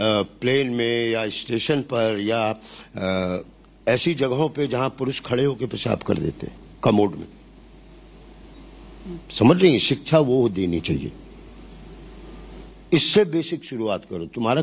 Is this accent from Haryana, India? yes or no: no; Varanasi, Uttar Pradesh, India; born there; moved away as an adult; also born or lived in Bihar; now in Mumbai, India; बनारस ने बहुत पाला, जन्म यहाँ दिया, तो लेकिन है पूर्वांचल ही सब।